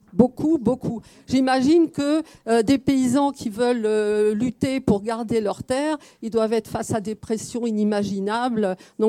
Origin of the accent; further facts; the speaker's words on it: Paris, Île-de-France, France; Je suis une immigrée, je viens de Paris 15e.